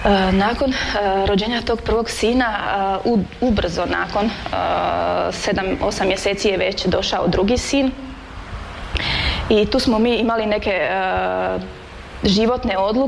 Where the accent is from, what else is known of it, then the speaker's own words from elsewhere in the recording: Strizivojna, Osijek-Baranja County, Croatia; dolazim iz Slavonije, mjesto Strizivojna pored Đakova. Supruga sam i majka šestero sinova. Moja obitelj je kršćanska